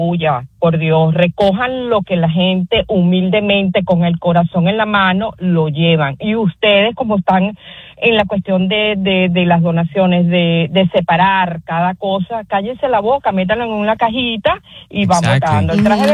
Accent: Venezuela; Soy venezolana. De verdad que tengo un profundo dolor con todo lo que está pasando en mi país

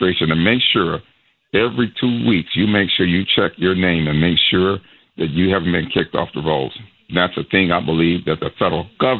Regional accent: Harvey, Illinois, United States; because I'm from the Harvey area

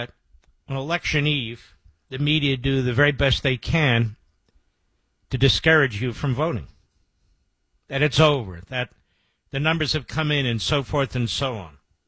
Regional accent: Pennsylvania, United States; I said, wait a minute, I'm from Pennsylvania.

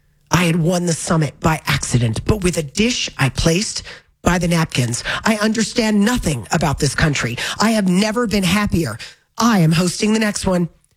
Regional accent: the South, United States; But I'm from the South.

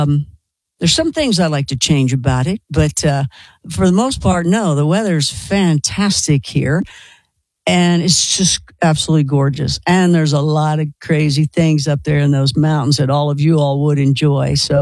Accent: Philadelphia, Pennsylvania, United States; Yeah, I'm Philly, yeah.

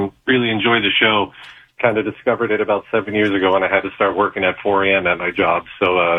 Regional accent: Henniker, New Hampshire, United States; I'm originally from New Hampshire, Henniker, New Hampshire, the story of Ocean Born Mary.

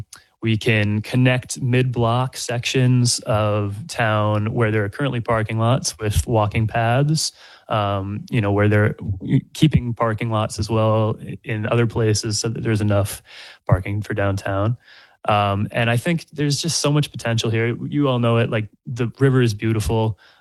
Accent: Providence, Rhode Island, United States; and that's my hometown right there, Providence, Rhode Island.

